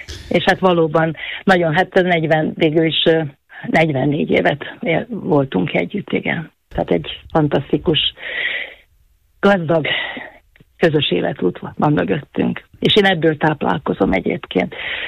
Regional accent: Northern Hungary, Hungary; accent: Palóc; mert azért palócosan beszélni, az valahogy együtt járt az én észjárásommal is.

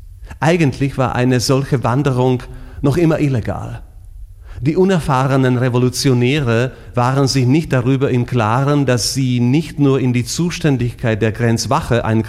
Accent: Slovakia

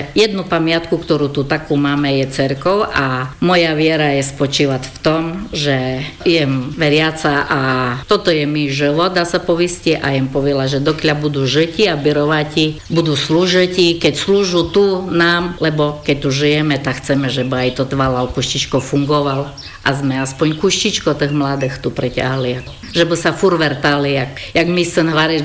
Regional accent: Piskorovce, Prešov Region, Slovakia; žijú tu celý život i budú, a dokľa budú žeti, budú tu, lebo je to moje rodisko.

